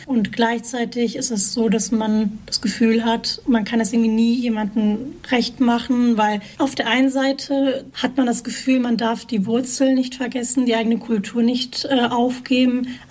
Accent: Turkey; now in Germany; Weil nicht nur, weil ich eine Kurdin bin und das generell ein schwieriges Thema ist, sondern selbst wenn man in der Türkei ist, ist man vielleicht für die Menschen vor Ort eine Kurdin oder Türkin aus Deutschland.

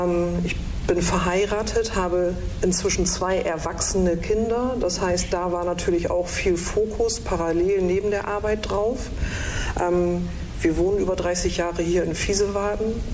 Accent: Nordenham, Lower Saxony, Germany; Ich bin hier in Nordenham schon geboren, aufgewachsen, also meine Kindheit, meine Jugend in Fedderwaddersiel, direkt also am Wasser, am Hafen tatsächlich. Ich komme auch dort aus einer Fischerfamilie, Krabbenfischerei

